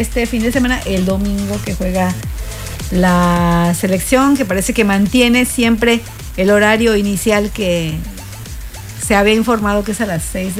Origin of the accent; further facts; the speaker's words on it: Cancún, Quintana Roo, Mexico; lo que nos hace lo que somos cancunenses mexicanos